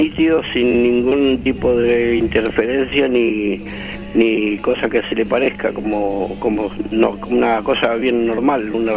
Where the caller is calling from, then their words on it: Marcos Paz, Buenos Aires Province, Argentina; estoy llamando de Marcos Paz.